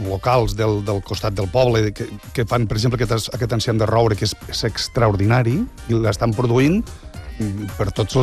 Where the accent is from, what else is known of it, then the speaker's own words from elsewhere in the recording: Benavent, Catalonia, Spain; Vam néixer a l'Arnau de Vilanova, a Lleida